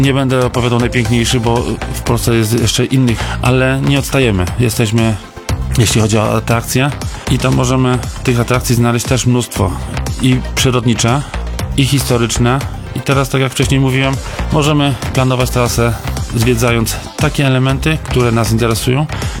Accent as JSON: {"language": "Polish", "town": "Rzeszów", "region": "Subcarpathian Voivodeship", "country": "Poland", "said": "W 1999 roku nad Morzem Bałtyckim, zapytany przez turystów z innych namiotów skąd jestem, powiedziałem Rzeszowa."}